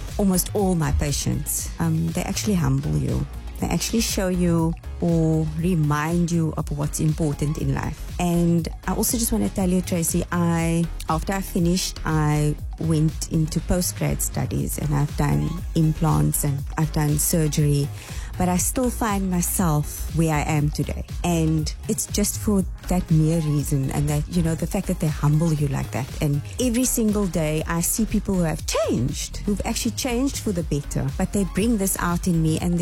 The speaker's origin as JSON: {"language": "English", "town": "Cape Town", "region": "Western Cape", "country": "South Africa", "tie": "born or raised there", "also_born_or_lived": "Glenhaven, Bellville", "said": "I grew up in Glenhaven, Bellville. I was born in Cape Town and then moved to Kells River when I was about, say, six, seven years old. And I've been there ever since, before I got married."}